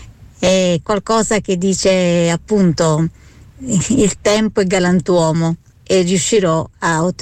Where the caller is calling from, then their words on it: Naples, Campania, Italy; da Napoli